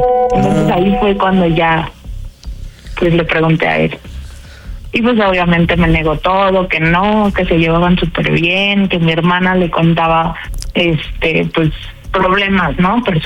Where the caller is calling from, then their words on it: Guadalajara, Jalisco, Mexico; De Guadalajara, Jalisco.